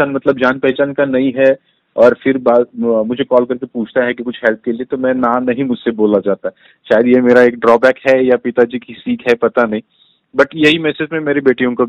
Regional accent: Phaltan, Maharashtra, India; now in Hyderabad, India; हम यहाँ हैदराबाद में रहते हैं, और मेरी माता जी है, वो मेरे होम टाउन पल्टन में रहती है।

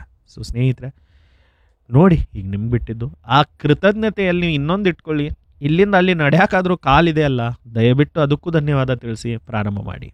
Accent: Kakati, Karnataka, India; born there

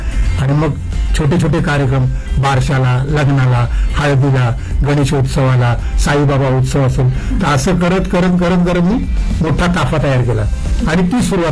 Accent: Mumbai, Maharashtra, India; मी आधी मुंबईत राहायचो. Okay. वरील कोळीवाडा हे माझं गाव आणि कोळीवाडा म्हटलं की संपूर्ण कोळ्यांचं गाव आहे ते.

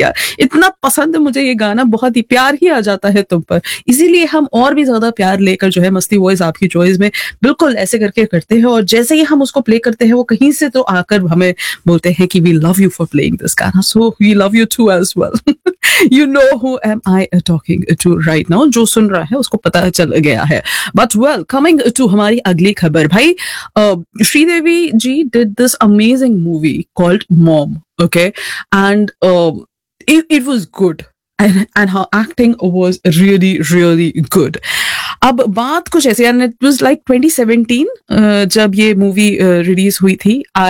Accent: Varanasi, Uttar Pradesh, India; And she is like बनारसिया। यदि मैं बनारस से हूँ, एंड जब जब ये गाना सुनती हूँ

